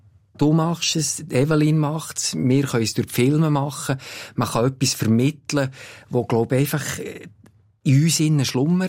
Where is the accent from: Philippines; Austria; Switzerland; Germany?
Switzerland; sind wir Schweizer, sie haben gleich auch ein bisschen ein Bergvolk.